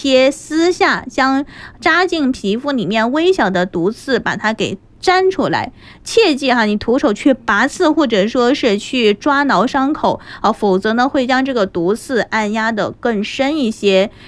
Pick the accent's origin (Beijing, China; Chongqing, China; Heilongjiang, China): Chongqing, China; 就我们重庆话说哈